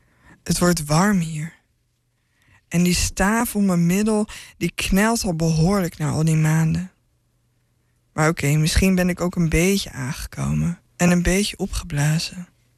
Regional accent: Almere, Flevoland, Netherlands; want ik kom uit Almere

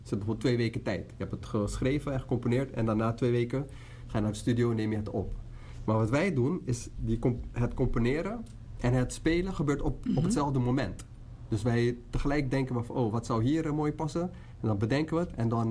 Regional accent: Suriname; now in Netherlands; Ja, dus we zijn in Suriname geboren.

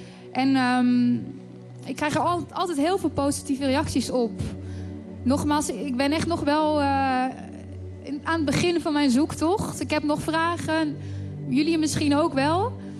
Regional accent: North Brabant, Netherlands; ik kom niet uit Alphen aan de Rijn, ik kom uit Brabant.

